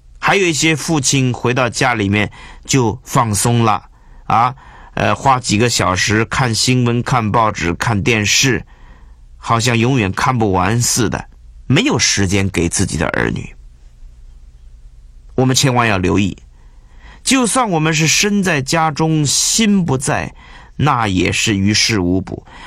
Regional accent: China; 我们中国人比较含蓄

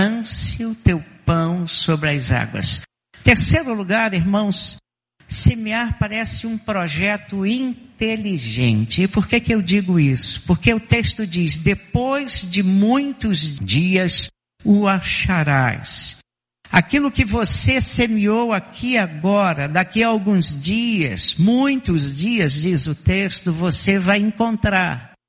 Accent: Rio de Janeiro, Brazil; moved away as an adult; also born or lived in Greater Porto Alegre; Fui criado no Rio de Janeiro, sou carioca, e fui começar meu primeiro ministério pastoral no sul do Brasil, na Grande Porto Alegre.

